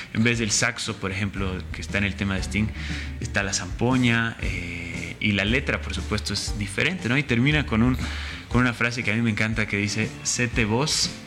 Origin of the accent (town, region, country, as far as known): Bolivia